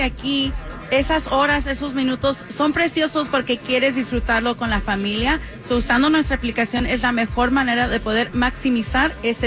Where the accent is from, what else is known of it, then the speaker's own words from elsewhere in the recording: Mexico; also born or lived in Tijuana; Como debe de ser, como mexicanos que somos.